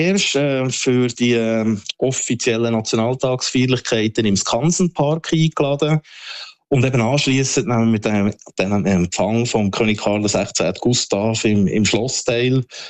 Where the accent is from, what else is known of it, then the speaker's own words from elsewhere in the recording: Switzerland; now in Sweden; Und genau das ist meine Hauptherausforderung für mich als Schweizer Botschafter in Schweden.